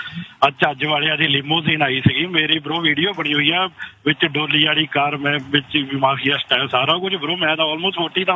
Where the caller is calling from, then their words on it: Canada; ਮੈਂ ਕੈਨੇਡਾ ਤੋਂ ਆਇਆ ਵਿਆਹ ਕਰਾਉਣਾ।